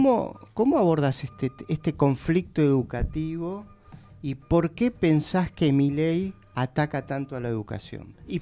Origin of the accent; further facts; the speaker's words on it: Buenos Aires, Argentina; Gustavo es un compañero a quien admiramos, quienes somos docentes porteños, quienes amamos la cultura.